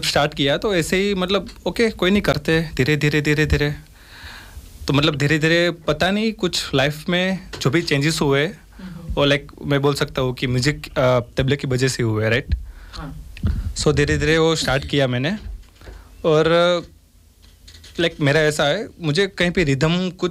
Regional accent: Gujarat, India; वैसे देखा जाए तो आई एम गुजू लाइक मैं जहाँ से बिलोंग करता हूँ वहाँ से लाइक म्यूजिशंस कोई नहीं सुनने वाला ज़्यादा है

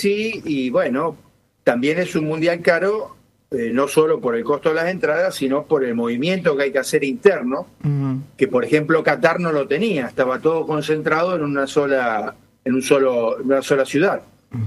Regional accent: Rosario, Santa Fe, Argentina; now in Santa Fe, Argentina; Hace 28 años que me vine de Rosario a Santa Fe y bueno, la seguimos peleando.

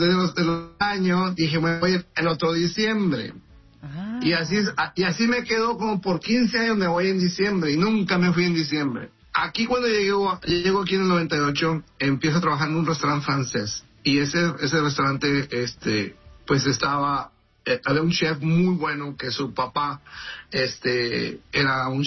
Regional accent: Cintalapa, Chiapas, Mexico; Yo nací en Cintalapa, Chiapas, en un pueblo, en un valle de Chiapas, muy bonito, muy verde, mucha agua.

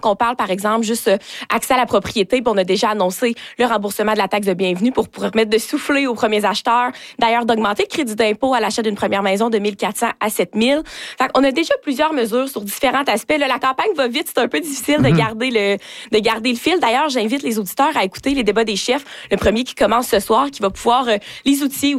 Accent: Rouyn-Noranda, Quebec, Canada; born or raised there

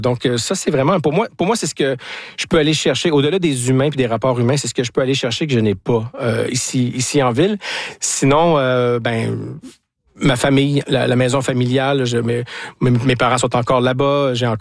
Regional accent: Dégelis, Quebec, Canada; born there; moved away; Donc, je suis encore très, très, très, très confortable là, dans mon coin de pays. Mais ça se limite un peu à Dégely

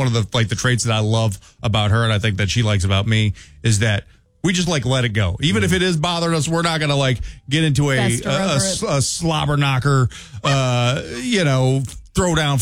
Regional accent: St. Louis, Missouri, United States; I grew up in St. Louis, sure. Home AB, so it's all AB products.

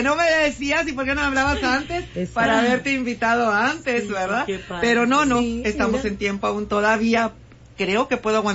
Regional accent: Mexico; somos mexicanos todo el año, pero con más enjundia en septiembre.

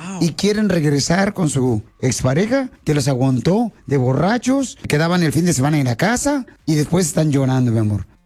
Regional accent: Michoacán, Mexico; No, soy de Michoacán.

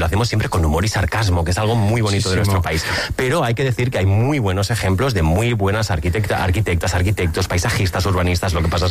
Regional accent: Catalonia, Spain; Porque yo soy catalán, entonces los catalanes nacimos en finales de los 90 nos metieron con calzador lo de que Antoni Gaudí era referente internacional

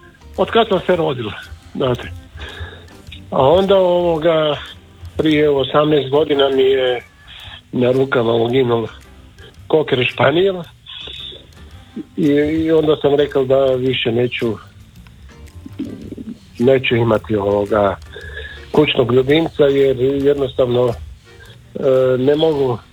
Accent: Zagreb, City of Zagreb, Croatia; born there; Rođen sam u Trnju.

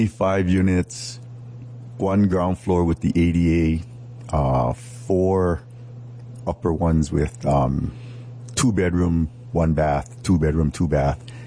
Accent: Mauna Loa, Hawaii, United States; I'm from Mauna Loa, and I grew up in Mauna Loa

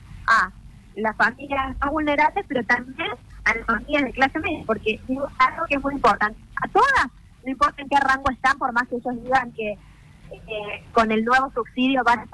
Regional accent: Argentina; Digo, todos somos argentinos y todos merecemos las mismas condiciones.

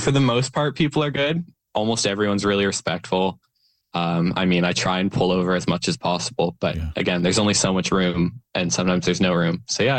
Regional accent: Victoria, British Columbia, Canada; moved away as an adult; now in Halifax, Canada; I graduated in Victoria, I grew up in Victoria, but I'm going to university in Halifax

